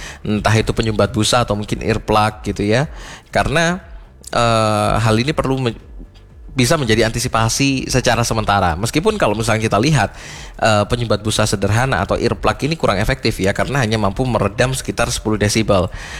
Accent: East Java, Indonesia; kita sebagai warga Malang Raya

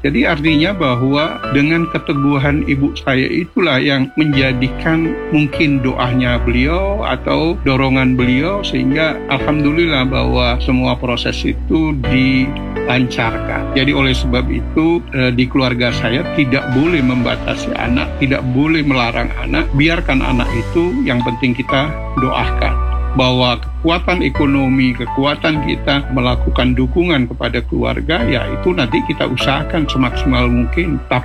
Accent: Pasuruan, East Java, Indonesia; Kan saya dari Pasuruan ya Mbak ya, dari desa. Ibu saya adalah guru ngaji, kemudian bapak saya seorang supir.

